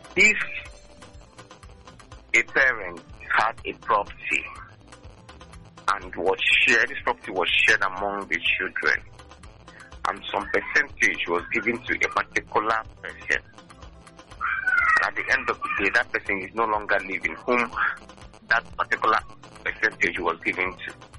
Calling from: Anambra, Nigeria; I'm calling from Anambra State.

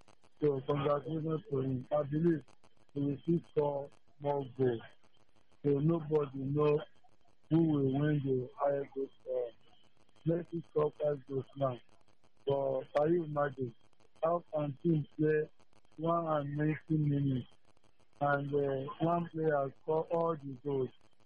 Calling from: Abia, Nigeria; I'm calling from the God's Own State.

